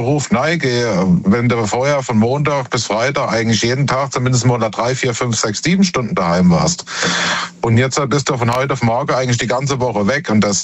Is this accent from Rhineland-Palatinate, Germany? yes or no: yes; Worms, Rhineland-Palatinate, Germany; Ich bin aus Worms.